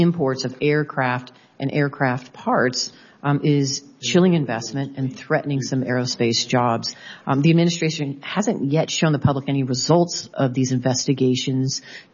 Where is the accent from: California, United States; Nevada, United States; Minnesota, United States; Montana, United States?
Nevada, United States; Las Vegas; I have seen that in my home state of Las Vegas.